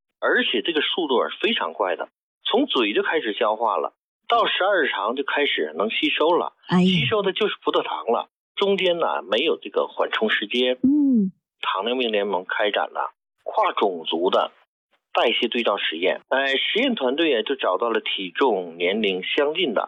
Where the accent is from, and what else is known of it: China